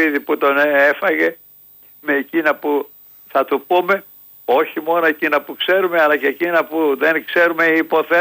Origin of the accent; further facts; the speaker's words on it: Greece; εμείς σαν Έλληνες γνήσιοι, έστω και τα γαρόβλαχοι ακόμη, γνήσιοι